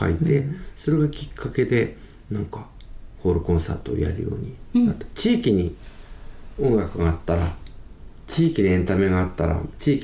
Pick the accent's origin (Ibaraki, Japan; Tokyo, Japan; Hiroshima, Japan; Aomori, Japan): Tokyo, Japan; Hino; also born or lived in Hachioji; 僕はそのこの八王子のお隣町の日野市というところに生まれました。うん、でね、高校は八王子の南多摩高校に通ってたりして、うん、まあ、この多摩地区ってところが故郷で